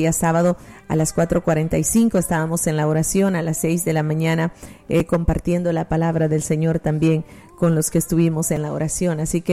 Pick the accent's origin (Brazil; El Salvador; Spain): El Salvador; En mi país, El Salvador, le llamamos zapotes.